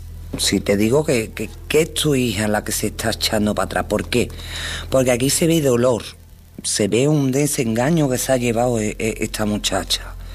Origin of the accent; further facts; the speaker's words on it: Seville, Andalusia, Spain; Yo soy de Sevilla, lo que pasa es que yo creo que pronuncio mucho la S